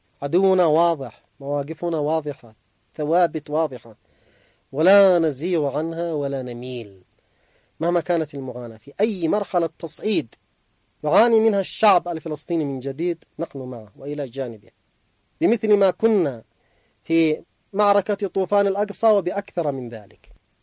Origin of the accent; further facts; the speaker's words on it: Yemen; نحن كشعب يمني